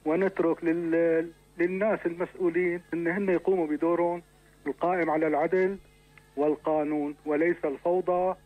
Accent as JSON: {"language": "Arabic", "country": "Syria", "said": "نحن كسوريين"}